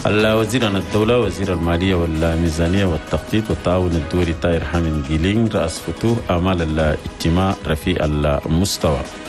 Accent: Chad; وبسأل الله من أجل العافية والاستقرار والأمن والسلام الدائم في بلدنا تشاد

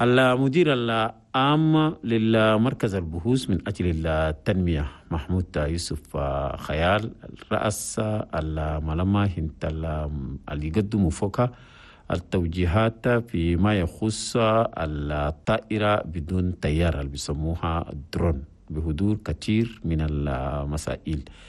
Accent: Chad; إنتاج اللحوم والألبان في بلدنا تشاد

